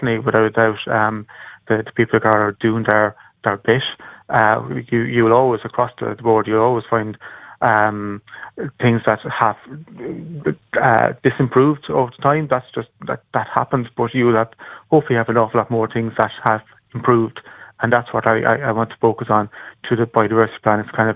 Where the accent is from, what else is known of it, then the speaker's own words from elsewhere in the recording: Munster, Ireland; I'm actually from County Clare myself. I grew up in the Burren in County Clare, so I was always kind of immersed in both farming and nature.